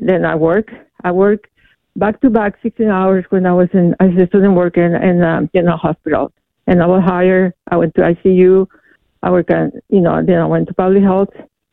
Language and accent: English; El Salvador; English is a second language; moved away as an adult; now in United States; You know, I'm an immigrant. I'm from Salvador. When I came to America, you know, my cousin asked me to come and help me